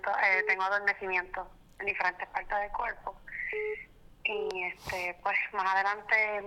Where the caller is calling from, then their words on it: Dorado, Puerto Rico; De Dorado.